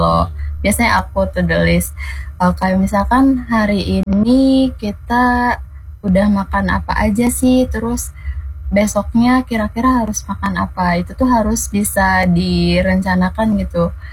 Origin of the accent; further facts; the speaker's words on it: Pandeglang, Banten, Indonesia; aku dari remaja yang ada di Pandeglang yang memang akses untuk kesana kesininya susah